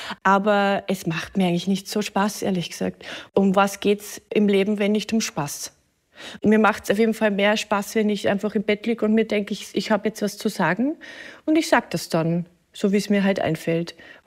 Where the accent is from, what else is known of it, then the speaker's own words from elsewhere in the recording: Straubing, Bavaria, Germany; Also das ist so ein bisschen einfach so eine niederbayerische Figur. Ich komme ja aus Straubing.